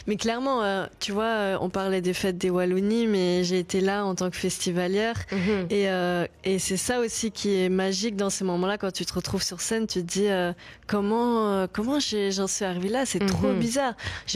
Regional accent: Belgium; Je pense que on est beaucoup de Belges à le citer

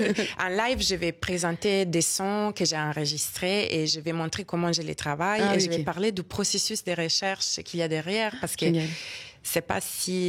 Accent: Rome, Lazio, Italy; French is a second language; moved away; je suis née à Rome et j'ai vécu toute ma vie avec ma famille italienne. J'ai fait mes écoles là-bas, je parle italienne.

